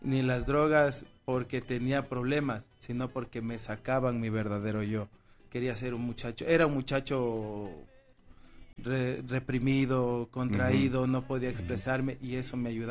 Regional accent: Santo Domingo, Distrito Nacional, Dominican Republic; Yo soy de Santo Domingo.

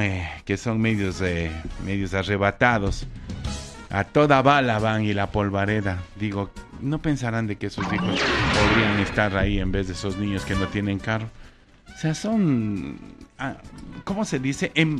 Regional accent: Ecuador; somos de Ecuador. Claro, somos de Ecuador.

